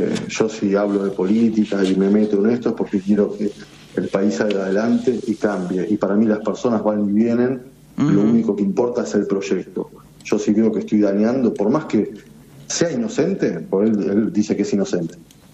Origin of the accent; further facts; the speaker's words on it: Lomas de Zamora, Buenos Aires Province, Argentina; Soy de Lomas de Zamora.